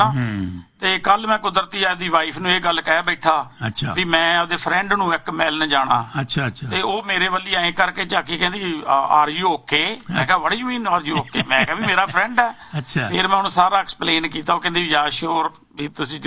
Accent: Moga, Punjab, India; proper Moga ਸ਼ਹਿਰ ਹਾਂਜੀ ਮੈਂ ਤਾਂ ਉੱਥੇ ਜੰਮਿਆ ਪਲਿਆ ਜੀ ਤੇ ਪਿੰਡ ਸਾਡਾ ਨਾਲ ਸੀਗਾ ਸਲੀਨਾ

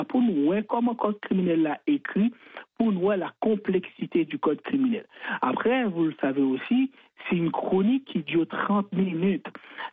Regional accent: Haiti; Je suis haïtien à 100% natif natal

